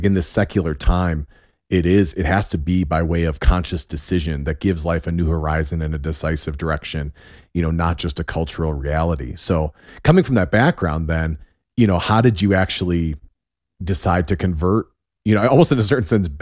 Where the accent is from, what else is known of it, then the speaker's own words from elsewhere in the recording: Wheaton, Illinois, United States; I grew up in Wheaton, you know, Illinois.